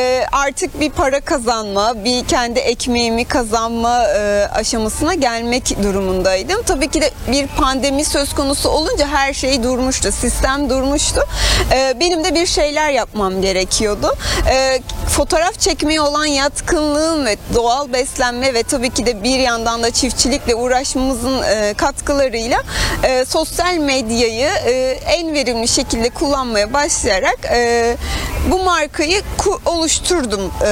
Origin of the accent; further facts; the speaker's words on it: Aydın, Turkey; bir Aydınlı olarak Aydın'ın kanalında bu şekilde yer almaktan çok keyif alıyorum.